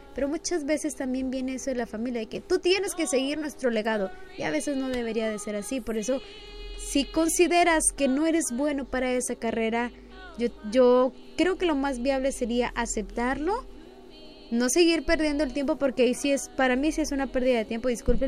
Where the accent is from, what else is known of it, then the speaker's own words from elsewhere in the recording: Mexico; Yo como mexicana